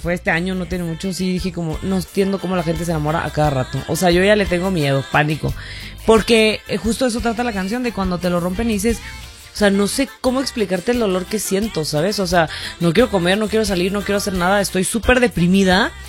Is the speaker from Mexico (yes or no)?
yes; Tampico, Tamaulipas, Mexico; Y como yo soy de Tampico, Tamaulipas, pues yo sí crecí mucho escuchando el norteño.